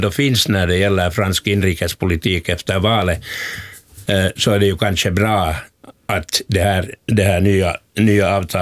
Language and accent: Swedish; Finland; nu står vi ju inför fullbordat faktum också här som finländare.